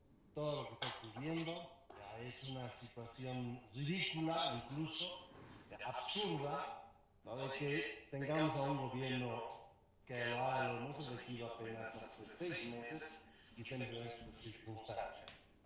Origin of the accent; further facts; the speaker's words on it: Potosí, Bolivia; es mi pueblo. Potosí